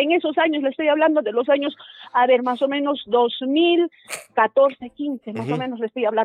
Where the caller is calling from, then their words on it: Puno, Peru; estoy llamando de Aldo Puno.